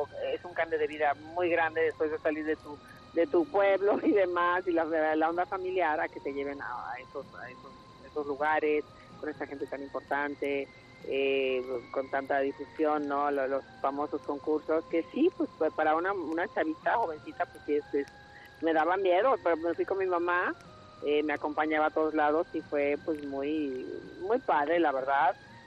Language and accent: Spanish; Mexico; las mexicanas siempre somos muy muy muy curviosas y más llenitas